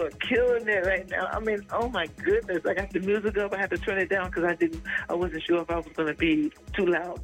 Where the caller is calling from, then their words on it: Hempstead, New York, United States; I'm calling from Hempstead, Long Island.